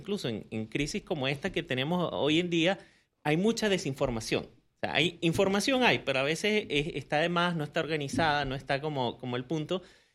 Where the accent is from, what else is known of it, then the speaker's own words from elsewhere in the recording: Venezuela; born there; Yo nací en Venezuela, pero mi familia emigró a Venezuela por el boom petrolero.